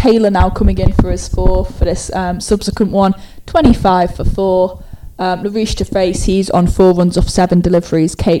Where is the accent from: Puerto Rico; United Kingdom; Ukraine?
United Kingdom; Liverpool, North West England; Well, I was just wondering because obviously I'm from Liverpool originally.